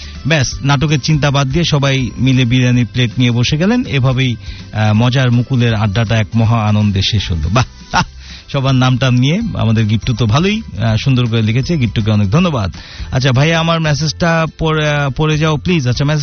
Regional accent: Dhaka, Dhaka Division, Bangladesh; born there; আমার জন্ম হয়েছিল চামিলিবাগে। হ্যাঁ, মালিবাগের পর সিআইডি অফিসের পাশ দিয়ে যে চামিলিবাগ

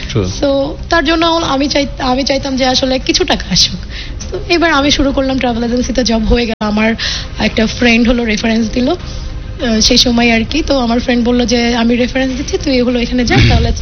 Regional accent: Jessore, Khulna Division, Bangladesh; আমি আসলে যশোরের মেয়ে।

